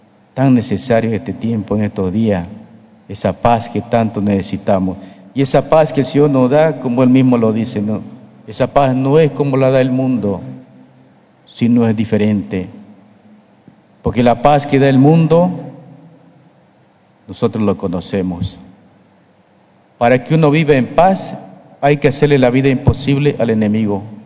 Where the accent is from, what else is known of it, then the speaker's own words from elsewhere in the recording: Bolivia; Queremos vivir como bolivianos que somos